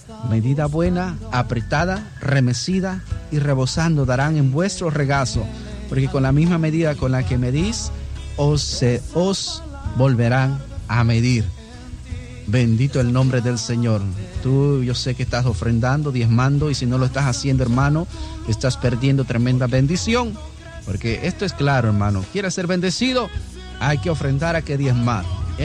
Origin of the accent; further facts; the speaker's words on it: Chiapas, Mexico; moved away; Originalmente yo soy de México, en el estado de Chiapas, y todas las mañanas entraba una emisora, la BA, si no me recuerdo.